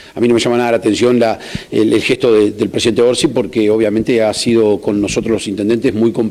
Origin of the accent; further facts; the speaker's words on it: Río Branco, Cerro Largo, Uruguay; now in Melo, Uruguay; Mi ciudad natal, como es Río Branco